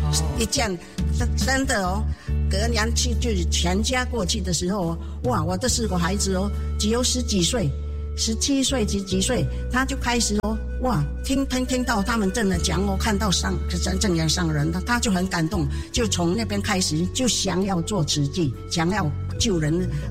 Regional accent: Philippines; 我们是土生土长的菲律宾华侨。

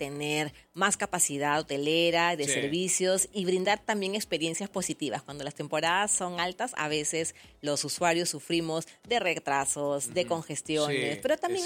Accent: Peru

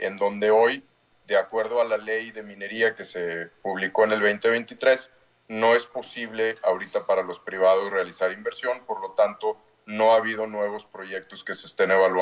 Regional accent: Mexico; los primeros beneficiados de la posibilidad de volver a abrir el sector minero somos los mexicanos

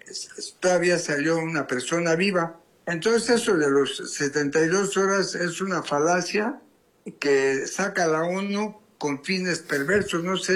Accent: Mexico; honrosamente mexicanos todos, bueno, los que venimos de México

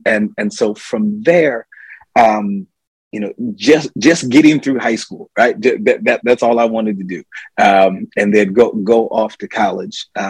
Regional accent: Ithaca, New York, United States; I am the youngest of 6 children, born and raised in Ithaca, New York.

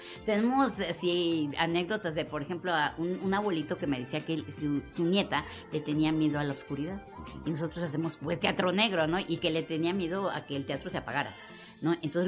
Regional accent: Mexico; pero no, nosotros somos mexicanos y lo hacemos bien bonito.

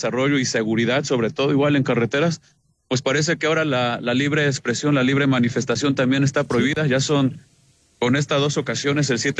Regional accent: Tlaxcala, Mexico; Somos campesinos, agricultores y transportistas, venimos del estado de Tlaxcala

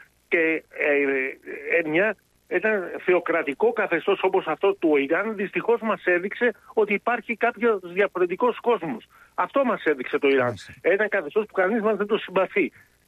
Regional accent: Greece; εμάς εδώ σαν Έλληνες και σαν αριστερούς Έλληνες

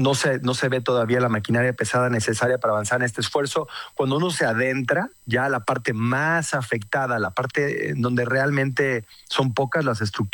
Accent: Mexico; Como mexicano, estar en medio de de una zona de desastre provocada por un terremoto, pues es recordar muchísimas cosas

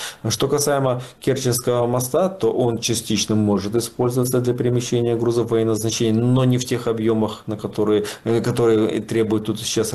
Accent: Crimea, Ukraine; Мое детство прошло в Крыму

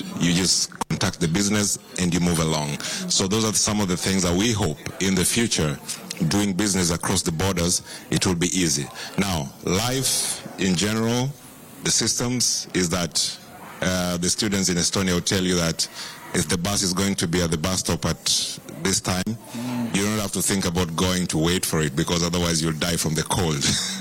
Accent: Kenya; moved away as an adult; now in Finland; I'm very well connected with home. I travel to Kenya twice, three times a year.

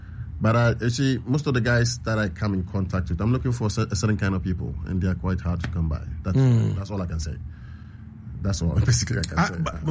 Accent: Ashanti, Ghana; I come from the Ashanti Kingdom, so that's why I speak this language.

